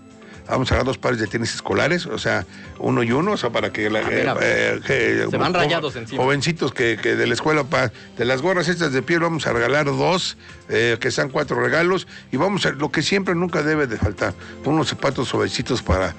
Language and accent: Spanish; Mexico; se vale regatear, se vale, no, ahí somos mexicanos.